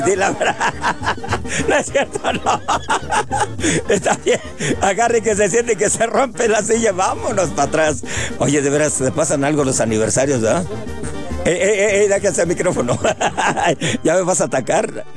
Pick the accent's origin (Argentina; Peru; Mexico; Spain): Mexico; Jalisco; Yo soy de Jalisco, pero de ahí vienen los Romo también.